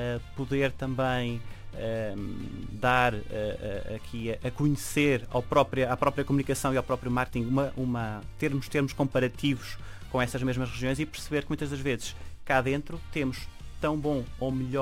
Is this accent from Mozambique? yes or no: no; Mêda, Norte, Portugal; Eu sou de uma região, sou da Meda, do Douro Superior, onde, de facto, o sustento económico e social girou sempre à volta da agricultura, e em especial da produção de vinho.